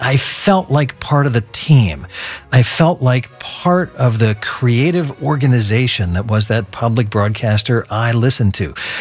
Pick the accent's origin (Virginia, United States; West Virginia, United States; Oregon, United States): Oregon, United States; Portland; I grew up right here in Portland